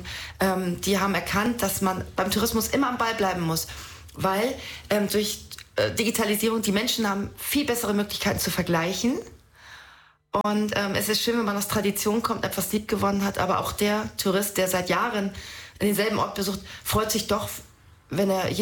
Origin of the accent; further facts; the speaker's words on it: Schleswig-Holstein, Germany; Also ich bin Holsteiner Dern, das müssen Sie mir nachsehen. Mit dem Friesisch bin ich nicht versiert.